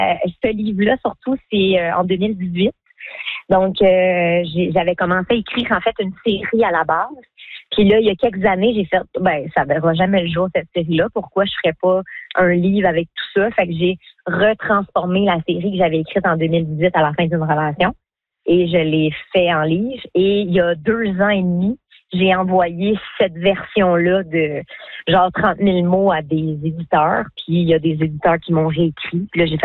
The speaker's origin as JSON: {"language": "French", "region": "New Brunswick", "country": "Canada", "said": "non, je viens de l'Acadie, du Nouveau-Brunswick."}